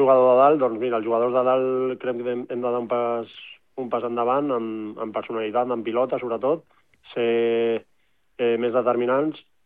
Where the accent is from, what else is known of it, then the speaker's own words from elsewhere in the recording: Barcelona, Catalonia, Spain; moved away as an adult; now in Ibiza, Spain; jo no havia viscut a Eivissa, però molt bé. Jo tinc la sort que soc de Barcelona, que la tinc aquí al costat